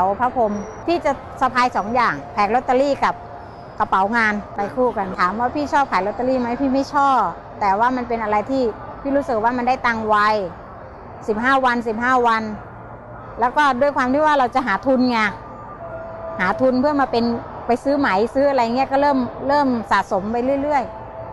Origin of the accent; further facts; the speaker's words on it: Khon Kaen, Thailand; now in Bangkok, Thailand; โดยพื้นเพเป็นคนชาวจังหวัดขอนแก่นได้รับโอกาสดีที่ได้มาเรียนที่โรงเรียนสองคนตาบอดกรุงเทพเมื่อประมาณปีพ.ศ.2511